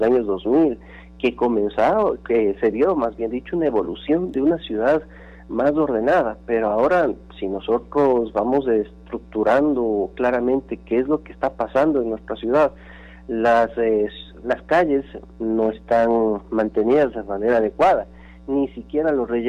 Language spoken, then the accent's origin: Spanish; Ecuador